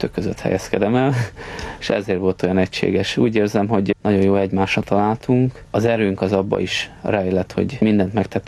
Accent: Budapest, Hungary; Nem, belvárosi gyerek voltam, tehát a 8. kerületbe születtem. Később, amikor önálló lakásom lett, akkor költöztem Újpestre.

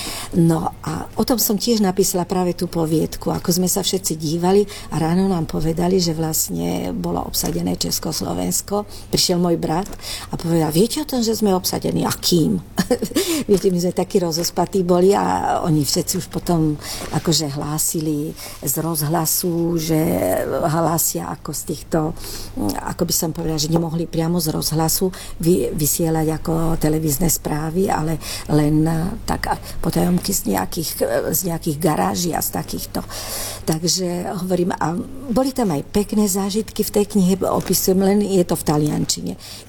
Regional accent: Banská Štiavnica, Banská Bystrica Region, Slovakia; now in Lombardy, Italy; je z môjho mesta, ja som z Banskej Štiavnice.

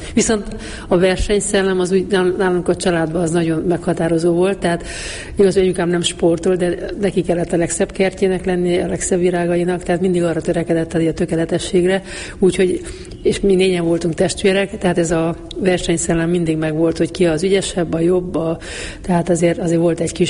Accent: Mezőbánd, Mureș County, Romania; first language Hungarian; moved away as an adult; now in Hungary; ez egy nagy község ez a Mezőbánda, ahol én születtem, és 13 évesen bekerültem Marosvásárhelyre

